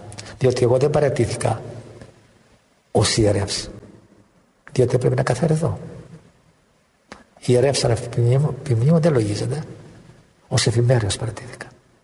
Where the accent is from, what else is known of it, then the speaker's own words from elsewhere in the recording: Peloponnese, Greece; Γι' αυτό είμαι από την Αργολίδα.